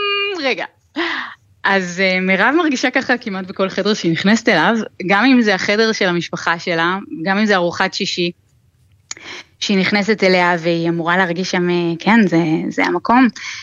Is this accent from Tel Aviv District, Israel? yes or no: yes; Ramat Gan, Tel Aviv District, Israel; אני במקרה גדלתי ברמת גן, עיר הבירה של העיראקים בארץ, אצלנו באמת...